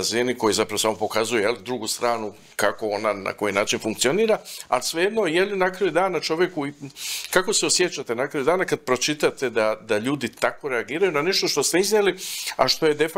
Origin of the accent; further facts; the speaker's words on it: Croatia; Mi smo Hrvati